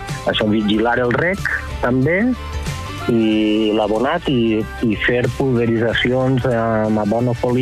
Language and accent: Catalan; Pego, Valencian Community, Spain; de Pego, a la comarca de la Marina Alta, al País Valencià